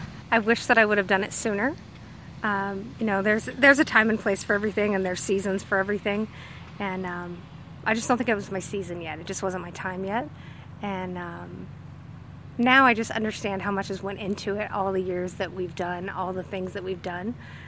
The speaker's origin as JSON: {"language": "English", "town": "Conroe", "region": "Texas", "country": "United States", "said": "We are from Conroe, Texas."}